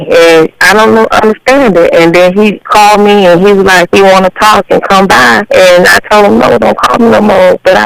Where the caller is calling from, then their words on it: Fort Lauderdale, Florida, United States; I'm calling from Fort Lauderdale.